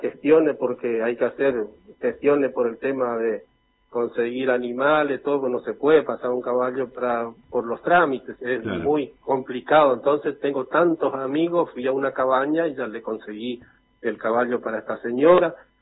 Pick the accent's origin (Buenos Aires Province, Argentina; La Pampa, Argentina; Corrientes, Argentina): Corrientes, Argentina; Paso de los Libres; De Corrientes, le digo, de la frontera, Paso Los Libres con Uruguayana.